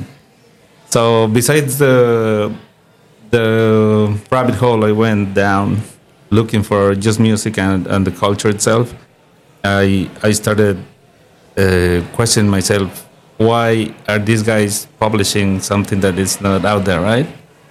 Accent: Mexico City, Mexico; I'm from Mexico City

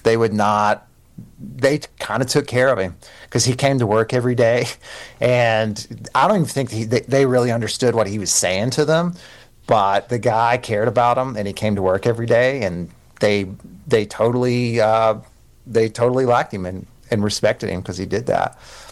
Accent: Kentucky, United States; accent: Appalachian; I'm from Eastern Kentucky, so I speak like a version of Appalachian.

